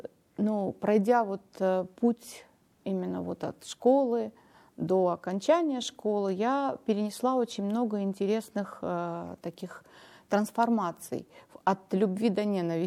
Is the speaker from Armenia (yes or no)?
yes; Armenia; я родилась в Армении. Я по национальности армянка, у меня армянские корни. Вот, родилась и выросла там, и даже вышла замуж там.